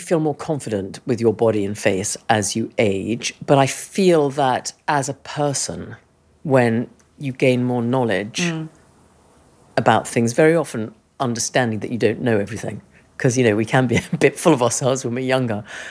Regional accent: England, United Kingdom; because I'm English

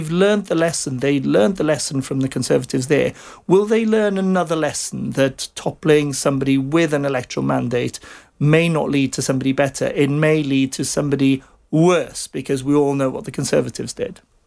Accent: Wales, United Kingdom; I can say this because I am a Welshman.

